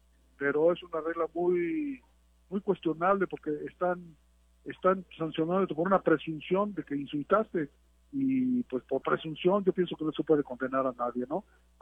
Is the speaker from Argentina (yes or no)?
no; Mexico; Sería el consuelo que nos queda como mexicanos, seguir soñando con que nuestro árbitro mexicano pite semis o pite la gran final, ¿no?